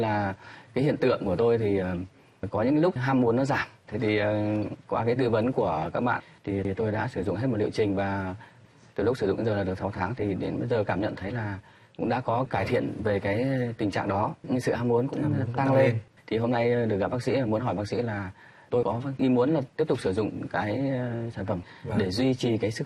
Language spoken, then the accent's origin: Vietnamese; Hanoi, Vietnam; Tôi đến từ Hà Nội.